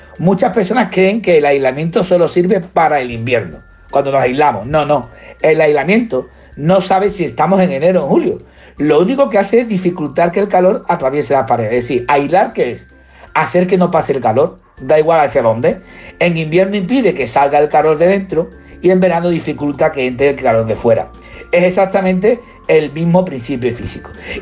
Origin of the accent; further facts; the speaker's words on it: Seville, Andalusia, Spain; Sevilla, yo no he vivido esa juventud y esa infancia. Eso estaba muy bien cuando tienes 27 grados.